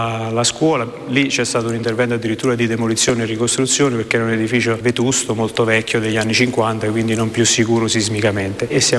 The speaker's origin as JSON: {"language": "Italian", "town": "Sant'Angelo all'Esca", "region": "Campania", "country": "Italy", "said": "io ho sperato sin da quando ero bambino di vivere a Sant'Angelo. Ho avuto la fortuna di trovare la mia collocazione a Sant'Angelo"}